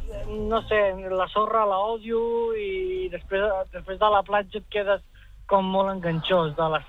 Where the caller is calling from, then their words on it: Girona, Catalonia, Spain; de Girona.